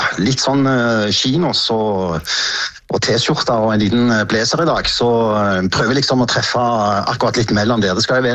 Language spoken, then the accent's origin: Norwegian; Western Norway, Norway; og vi er fra Vestlandet, og vi liker verdiskaping og skape nye ting, og det blir litt vår profil her borte.